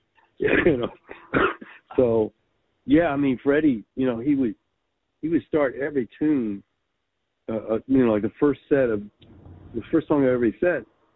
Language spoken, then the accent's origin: English; Shreveport, Louisiana, United States; also born or lived in Texas / New York; now in Los Angeles, United States; I'm from Louisiana. I'm from Shreveport, Louisiana.